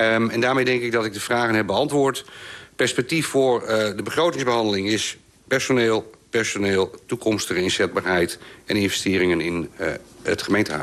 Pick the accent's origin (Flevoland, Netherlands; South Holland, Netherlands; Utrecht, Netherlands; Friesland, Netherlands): Friesland, Netherlands; moved away; De provincie waar ik vandaan kom noemen ze dat Mienskip.